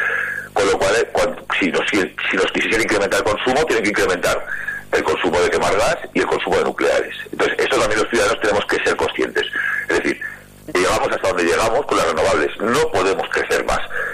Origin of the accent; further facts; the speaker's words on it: Aragon, Spain; yo, por ejemplo, soy aragonés